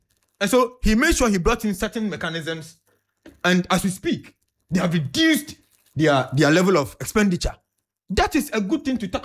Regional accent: Ghana; me being a Ghanaian

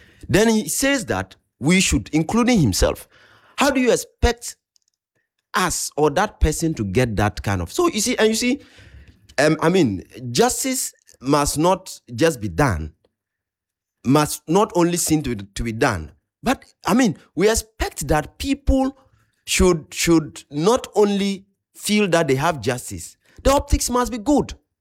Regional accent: Ghana; as a Ghanaian.

